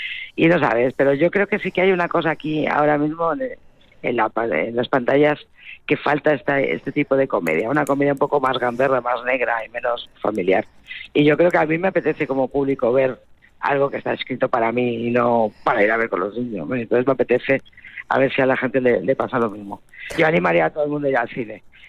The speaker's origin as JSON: {"language": "Spanish", "town": "Bilbao", "region": "Basque Country", "country": "Spain", "said": "Yo soy de Bilbao y tenemos esa fama también."}